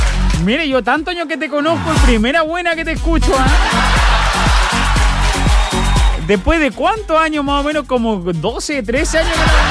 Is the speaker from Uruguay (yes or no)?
no; Chile; Yo soy tan chileno que zapateo todos los meses.